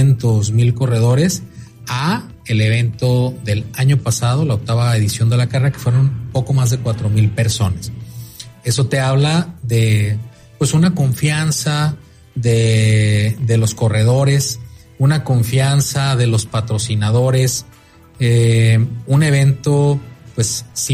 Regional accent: Manzanillo, Colima, Mexico; yo soy de Manzanillo, como manzanillenses, pues yo pasaba, me acuerdo, antes a la escuela y al bachillerato 8, y volteaba y veía los contenedores

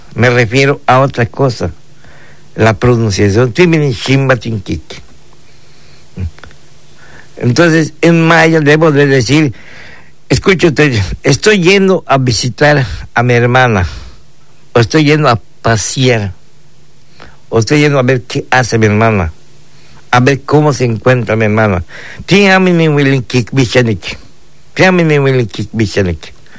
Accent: Yucatán Peninsula, Mexico; nosotros somos de aquí de la península de Yucatán, somos mayeros 100%

